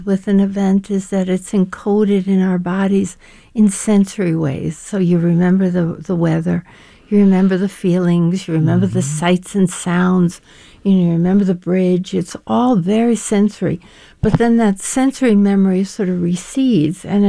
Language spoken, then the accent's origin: English; New York City, New York, United States; This is my hometown.